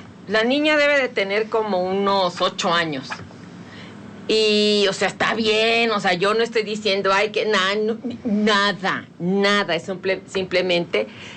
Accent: Mexico; los mexicanos aceptamos, bueno, aquí en México

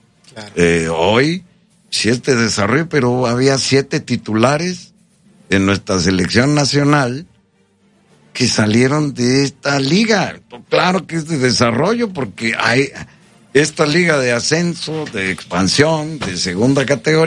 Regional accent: Greater Mexico City, Mexico; moved away; de donde vengo, al de Catepec, al de Iztapalapa

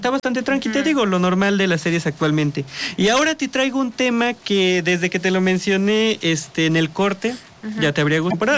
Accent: Mexico; lo que somos como mexicanos

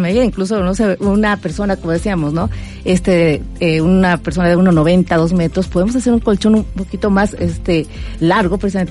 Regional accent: Puebla, Mexico; y sobre todo de los poblanos, siendo una poblana de origen, hemos leído perfectamente la necesidad del cliente poblano

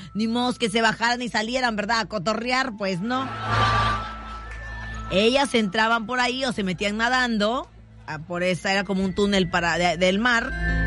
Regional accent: Mexico; como al mexicano nos gusta

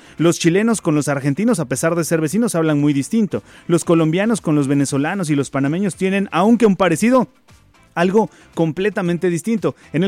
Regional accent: Mexico; en México hablamos sí muy neutral, es decir, el acento se nota menos, aunque hay regiones de nuestro país donde es muy evidente el acento

